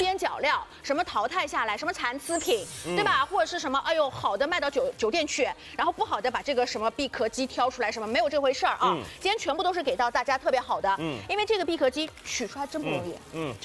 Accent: Shanghai, China; 可能因为我们上海人吃这个吃的不太多

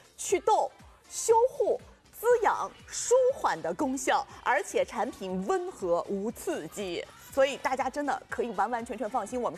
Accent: China; 我们中国人很喜欢那个香樟木放在衣柜里面吧

